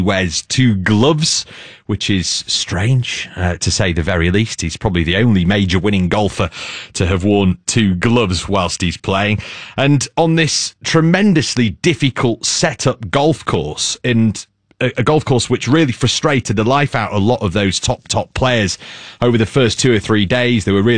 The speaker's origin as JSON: {"language": "English", "country": "United Kingdom", "said": "I personally, as a Brit"}